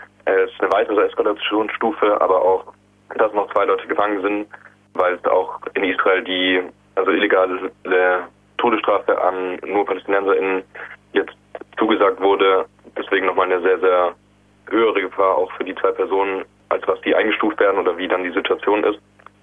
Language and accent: German; Germany; ich bin in Deutschland aufgewachsen oder mit der Erziehung aufgewachsen, dass man nicht mehr gerade als deutscher Staat und deutsche BürgerInnen nicht zusehen kann